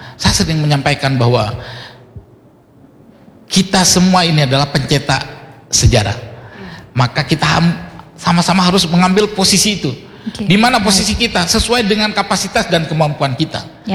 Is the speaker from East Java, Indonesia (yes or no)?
yes; Sumenep, East Java, Indonesia; born there; now in Surabaya, Indonesia; Karena saya terlahir di Sumenep di keluarga yang Islam.